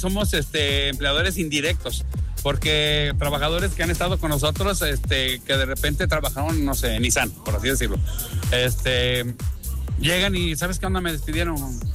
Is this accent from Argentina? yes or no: no; Aguascalientes, Mexico; Somos orgullosamente de Aguascalientes, te digo, desde mi bisabuelo, ellos vivían allí.